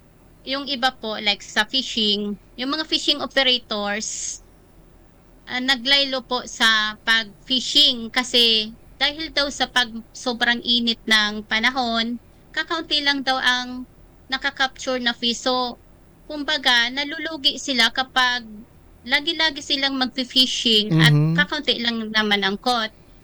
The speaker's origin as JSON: {"language": "Tagalog", "town": "Guinobatan", "region": "Bicol Region", "country": "Philippines", "lives_now": "Ligao, Philippines", "said": "Dito po kami sa Ligao City. Pero originally from Ginubatan, Albay."}